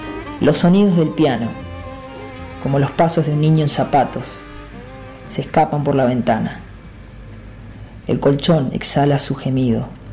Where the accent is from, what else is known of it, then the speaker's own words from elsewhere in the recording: Neuquén, Argentina; soy escritor neuquino, nacido y criado acá en Neuquén.